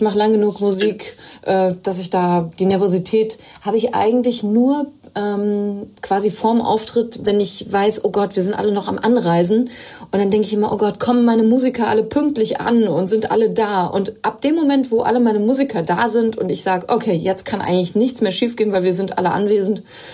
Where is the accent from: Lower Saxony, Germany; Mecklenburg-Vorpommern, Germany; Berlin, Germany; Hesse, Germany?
Hesse, Germany; Frankfurt; war jetzt auch gerade in meiner alten Heimat in Frankfurt in Hessen zu Konzerten